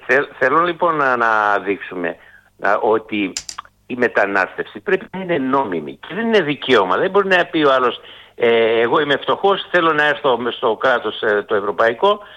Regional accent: Tholopotami, North Aegean, Greece; Είμαι στην πατρίδα μου Λυχείο, στο χωριό μου Θολό Ποτάμι, που είναι στους πρόποδες του προφήτη Ηλία, και αγναντεύομαι απέναντι Καρσί που λέμε, Τσεσμέ, και στο βάθος στη Σμύρνη.

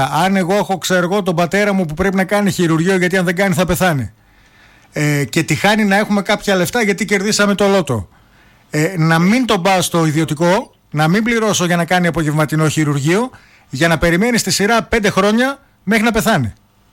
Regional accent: Greece; Αλλά θεωρώ ότι ως Έλληνες δεν είμαστε για άμεση δημοκρατία.

